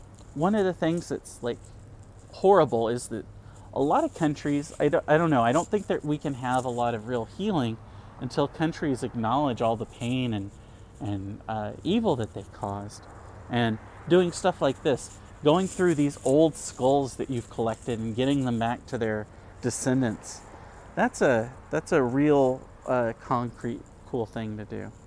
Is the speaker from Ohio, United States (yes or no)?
no; Texas, United States; Growing up in the South, or in Texas, which is kind of South, it's got a mixed identity.